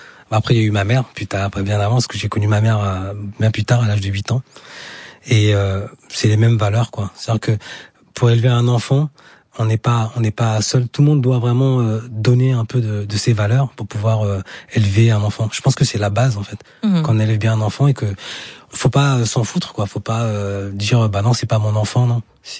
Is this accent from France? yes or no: no; Senegal; first language Diakhanke; French is a second language; c'est ma langue maternelle, parce qu'au Sénégal, c'est le Wolof.